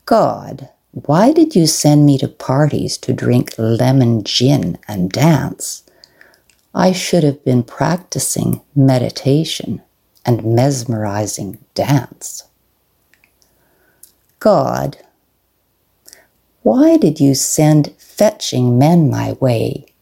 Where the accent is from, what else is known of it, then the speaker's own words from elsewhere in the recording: Saskatoon, Saskatchewan, Canada; I am from Saskatoon